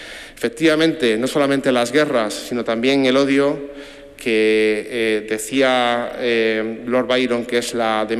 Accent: Castilla-La Mancha, Spain

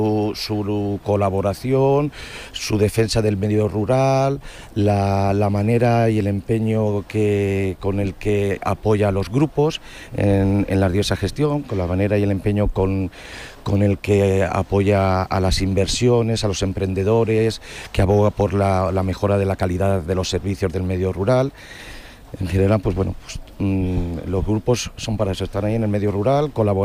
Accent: Alhambra, Castilla-La Mancha, Spain; Yo soy de Alhambra, un pueblo de Ciudad Real.

